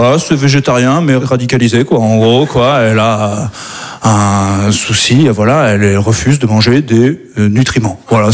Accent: Auvergne-Rhône-Alpes, France; C'est vrai que moi, je viens d'Auvergne à la base. Donc, pour moi, le saucisson est un légume.

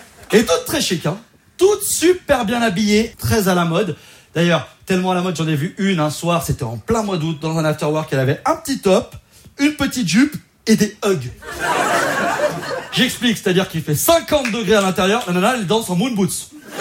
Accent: Auvergne-Rhône-Alpes, France; Moi, je viens de Savoie, d'un petit village de montagne. Alors, j'ai envie de vous dire, petit village classique. Tout le monde connaît tout le monde.

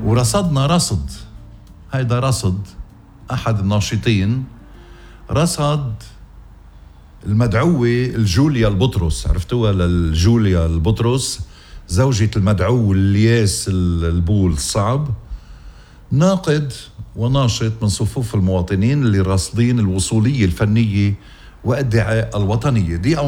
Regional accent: Lebanon; يا بلدي لبنان

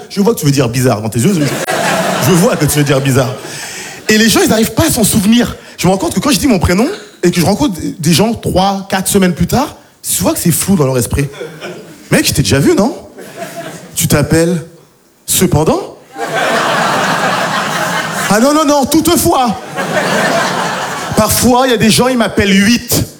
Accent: Île-de-France, France; born or raised there

